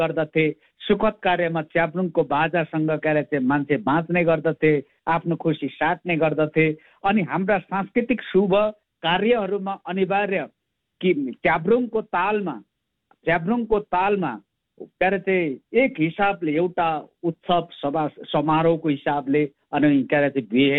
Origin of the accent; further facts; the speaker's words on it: Koshi Province, Nepal; तेह्रथुम परेकोले तेह्रथुमवासी दाजुभाइ तथा दिदीबहिनीहरू म यो पूर्व क्षेत्रबाट बोलिराखेकोले गर्दाखेरि